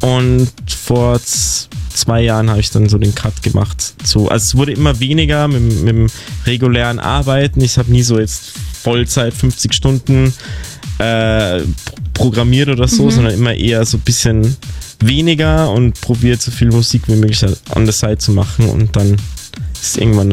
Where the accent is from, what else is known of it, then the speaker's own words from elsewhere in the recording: Tyrol, Austria; now in Berlin, Germany; und ich komme ja aus Tirol, Österreich, da ist der Winter...